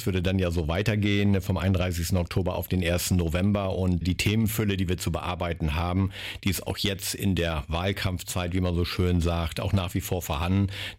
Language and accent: German; Wittmund, Lower Saxony, Germany; Ja, Wittmund ist meine Heimat. Da bin ich, wie gesagt, groß geworden. Und das ist ein hohes Maß an Identifikation mit der eigenen Heimatstadt.